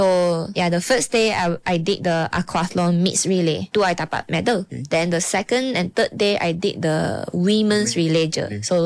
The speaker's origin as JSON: {"language": "English", "region": "Sarawak", "country": "Malaysia", "said": "I think maybe because I'm from Sarawak kot."}